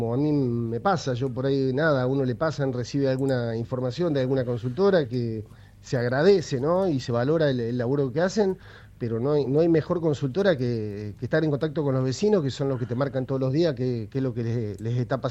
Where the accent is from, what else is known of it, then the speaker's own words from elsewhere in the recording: Río Grande, Tierra del Fuego, Argentina; nosotros nos criamos así, en ese Río Grande, en un Río Grande lleno de lagunas por todo el pueblo